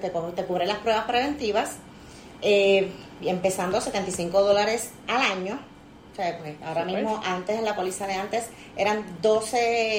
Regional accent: Ponce, Puerto Rico; yo vengo de Ponce. Llevo sobre 10 años en Cosby y viajando para acá

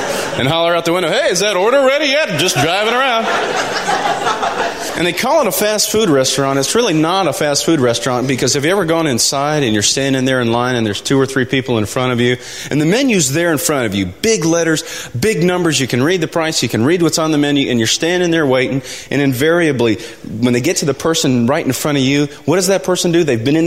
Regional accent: Nashville, Tennessee, United States

